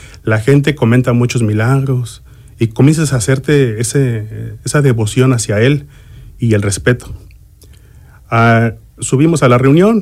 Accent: Mexico City, Mexico; born there; also born or lived in Acatlán; yo soy nacido en la Ciudad de México, pero ahora sí que mis raíces son aquí en Acatlán. Yo vengo de la ciudad a ver a mi mamá.

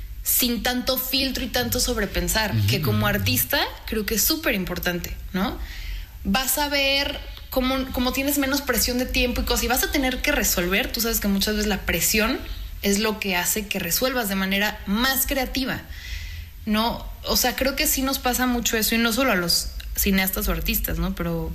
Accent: Mexico; also born or lived in Italy / France; yo soy mexicana.

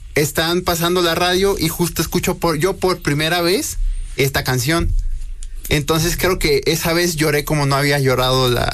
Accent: Sonora, Mexico; soy de Sonora.

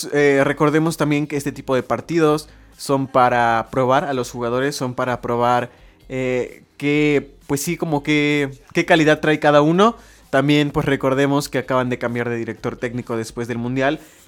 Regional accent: Mexico

